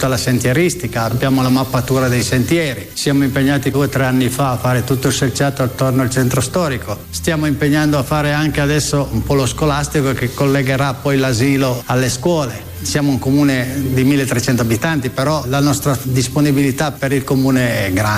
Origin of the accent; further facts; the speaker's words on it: Cisterna d'Asti, Piedmont, Italy; born there; also born or lived in Tigliole / San Pietro; io mi sono sposato e ero a Cisterna. Sono nato a Tigliole, sono venuto a Cisterna con i miei. Quando mi sono sposato sono andato a San Pietro. Poi Cisterna mi mancava. Sono venuto a Cisterna